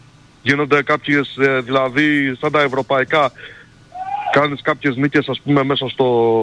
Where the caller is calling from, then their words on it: Kalamaria, Central Macedonia, Greece; από Καλαμαριά